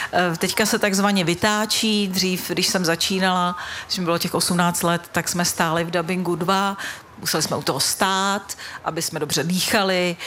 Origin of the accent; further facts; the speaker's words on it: Prague, Czechia; Jsem z Praha